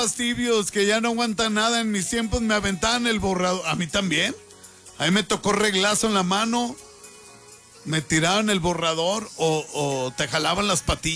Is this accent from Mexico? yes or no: yes; northern Mexico, Mexico; yo soy norteño